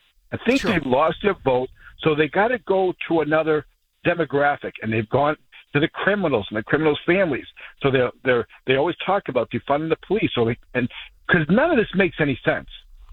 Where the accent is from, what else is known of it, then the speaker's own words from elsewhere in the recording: Boston, Massachusetts, United States; moved away as an adult; now in Dedham, United States; I grew up in Brighton, 70s and 80s, moved out of Boston in the 90s.